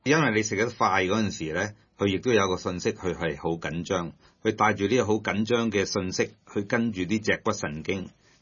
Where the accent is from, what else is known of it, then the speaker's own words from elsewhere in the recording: Hong Kong; 我哋香港人呢就係、是、真係非常忙碌嘅，